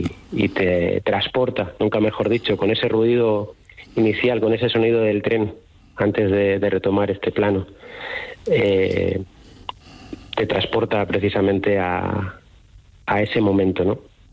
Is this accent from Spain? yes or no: yes; Spain; a nosotros, claro, como españoles y como flamencos, no se nos ocurre mejor final